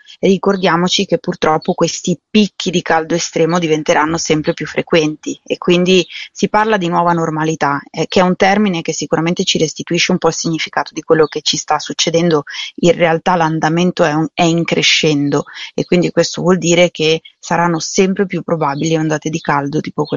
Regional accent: Milan, Lombardy, Italy; io per esempio sono di Milano

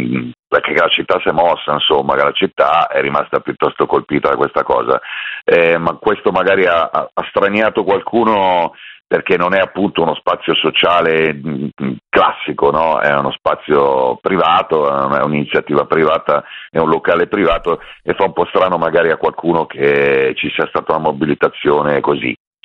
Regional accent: Milan, Lombardy, Italy; Io lo dico da milanese

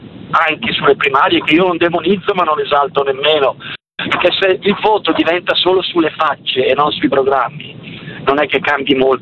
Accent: Lombardy, Italy; Scusa, io non sono milanese, però sono lombardo, per cui è chiaro che anche in Lombardia guardiamo un interesse.

